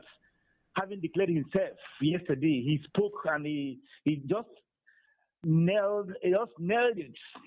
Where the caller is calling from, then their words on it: Emene, Enugu State, Nigeria; Yes, I'm calling you from Emene.